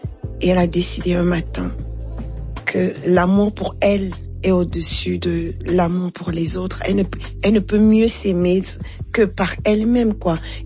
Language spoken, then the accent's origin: French; Cameroon; Chez les Béti, chez nous, au Cameroun, on va dire l'onkul.